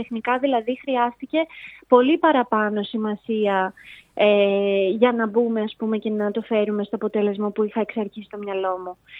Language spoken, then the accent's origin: Greek; Ano Kastritsi, Western Greece, Greece; το Άνω Καστρίτσι, να πω ότι είναι το χωριό μου, είναι η μαμά μου από εκεί και έχω μνήμες από το εκκλησάκι αυτό